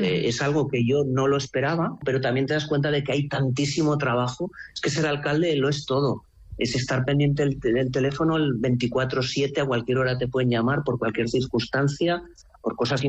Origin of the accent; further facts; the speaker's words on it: Mequinenza, Aragon, Spain; Un ciudadano de Mequinenza. Es un pueblo pequeño, para lo que es Aragón ya tiene una cierta dimensión